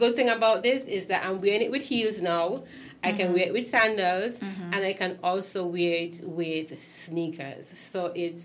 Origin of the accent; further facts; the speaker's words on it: Cayon, St. Kitts & Nevis; I am from Kayon. I am Kitty to the bone.